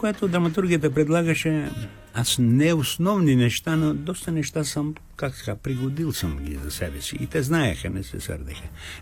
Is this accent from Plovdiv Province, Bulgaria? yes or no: yes; Plovdiv, Plovdiv Province, Bulgaria; А аз съм от Пловдив.